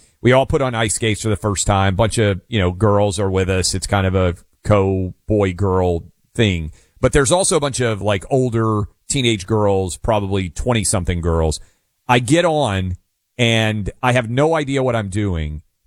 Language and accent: English; Nashville, Tennessee, United States; Unfortunately, in my hometown of Nashville, bit of news yesterday was the Tennessee primary.